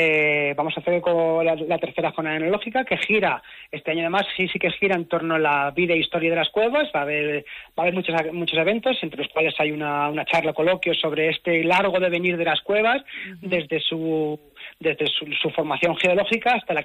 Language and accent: Spanish; Gárgoles, Castilla-La Mancha, Spain; yo pasé toda mi infancia y mi adolescencia en Gárgoles.